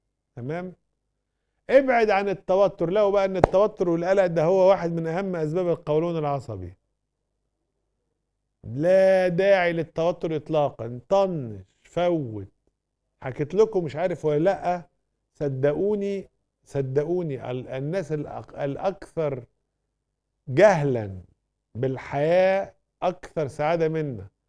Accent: Egypt

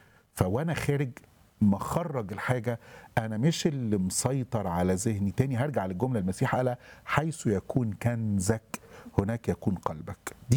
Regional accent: Egypt

